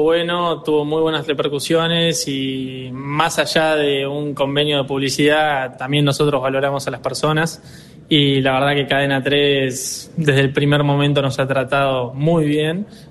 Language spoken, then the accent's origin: Spanish; Mar del Plata, Buenos Aires Province, Argentina; moved away as an adult; now in Córdoba, Argentina; Soy nacido y criado en Mar del Plata, tengo 24 años